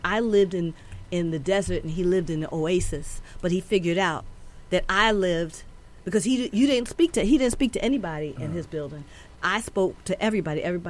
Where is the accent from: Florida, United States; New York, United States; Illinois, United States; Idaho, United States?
New York, United States; born there; also born or lived in Harlem, New York / Bronx, New York; I was born in Columbia Presbyterian, not too far from here.